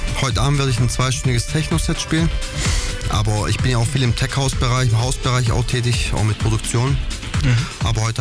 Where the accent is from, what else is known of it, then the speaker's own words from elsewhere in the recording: Nürtingen, Baden-Württemberg, Germany; Ich komme aus Nürtingen, also nicht weit weg von hier.